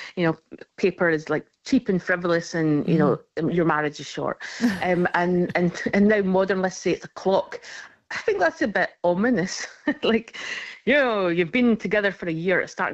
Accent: Scotland, United Kingdom; Originally, I'm from Scotland. Yeah, a small village.

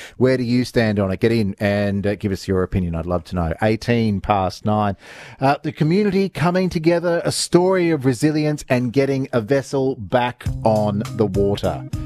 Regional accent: Queensland, Australia; No, that's right. I'm a Queenslander.

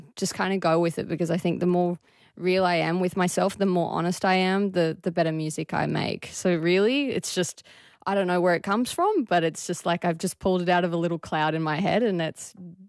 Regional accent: Tamworth, New South Wales, Australia; So to be able to represent my hometown and, you know, show them the culture of what Tamworth is, because there's so much more to it than just the Tamworth Festival as well.

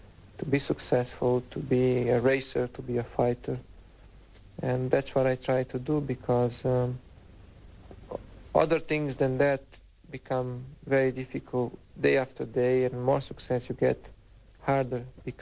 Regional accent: Brazil; English is a second language; Brazil, because it's my home country

